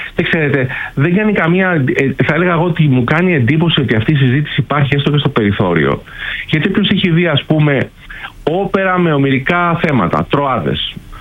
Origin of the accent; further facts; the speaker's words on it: Greece; επειδή κάνουμε τη συζήτηση εδώ στην Ελλάδα ως Έλληνες